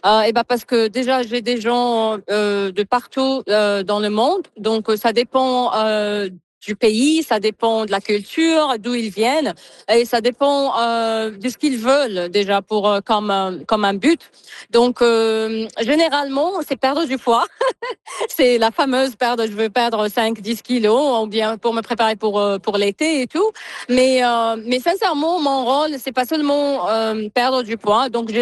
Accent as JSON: {"language": "French", "region": "New Brunswick", "country": "Canada", "said": "Je suis de Nouveau-Brunswick, je suis pas d'ici."}